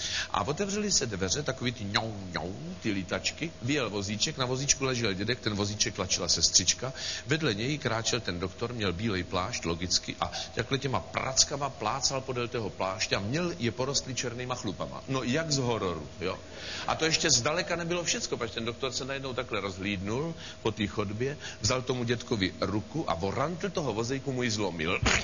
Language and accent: Czech; Třebíč, Vysočina Region, Czechia; born there; Já jsem se narodil v Třebíči, nedaleko Brna, v takovém malém městě. Většinu času v dětství, většinou prázdnin jsem strávil v Třebíči u svých dvou babiček a u svého dědečka.